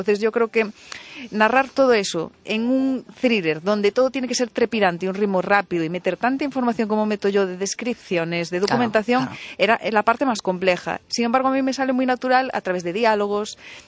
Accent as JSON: {"language": "Spanish", "town": "Vilalba", "region": "Galicia", "country": "Spain", "said": "yo soy de Vilalba, Lugo, y cuando íbamos para el norte, para las playas de la Mariña"}